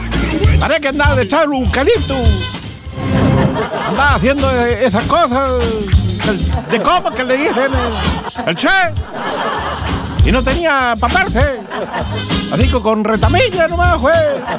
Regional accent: Quirihue, Ñuble, Chile; Pero si yo soy de campo, señora, si yo soy de Quirigüe, de Quirigüe, he venido con mi dicho

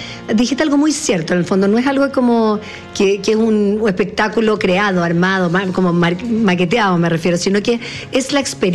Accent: Chile; no puede ser que uno como chileno, si tiene la posibilidad, evidentemente

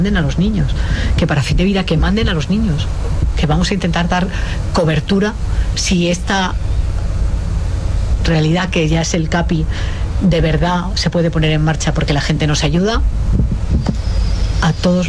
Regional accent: León, Castile and León, Spain; Yo soy leonesa, en León la unidad de paliativos

